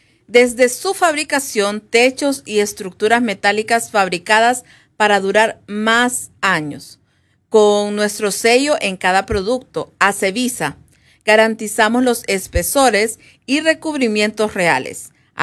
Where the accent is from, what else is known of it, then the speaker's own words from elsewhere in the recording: Honduras; yo soy hondureña